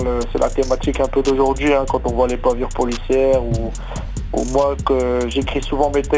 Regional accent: Nice, Provence-Alpes-Côte d'Azur, France; je viens du sud, de Nice exactement.

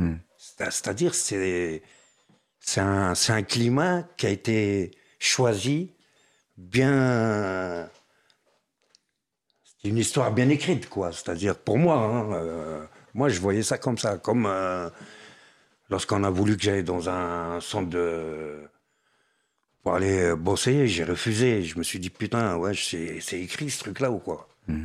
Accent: France; Mais monsieur, vous êtes tunisien. J'ai dit non, je suis français.

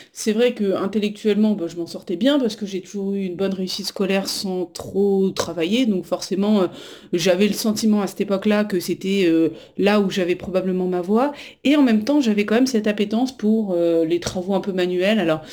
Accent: Paris, Île-de-France, France; born there; je suis née en 1990, à Paris.

